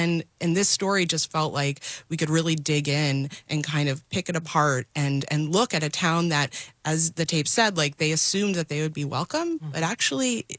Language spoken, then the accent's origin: English; Nashville, Tennessee, United States; Yeah, I'm from Nashville, so this is, you know, an hour and a half away.